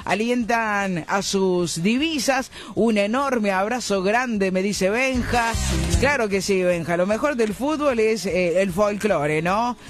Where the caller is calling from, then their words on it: Benito Juárez, Buenos Aires Province, Argentina; de Benito Juárez, provincia de Buenos Aires.